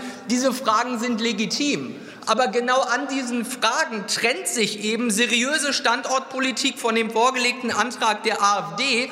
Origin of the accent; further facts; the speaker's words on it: Mecklenburg-Vorpommern, Germany; Mecklenburg-Vorpommern nicht einfach irgendein Punkt auf der Landkarte, sondern eine wichtige Gemeinde in meiner Heimatregion